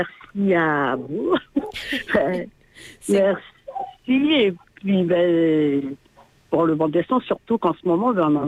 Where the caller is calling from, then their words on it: Païta, South Province, New Caledonia; Oui, oui, j'habite sur Païta